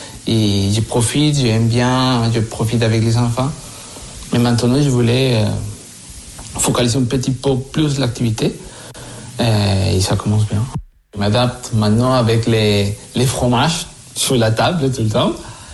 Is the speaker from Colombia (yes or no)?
yes; Bogotá, Colombia; French is a second language; moved away as an adult; also born or lived in Valencia, Spain; now in Creuse, France; je suis en Bogota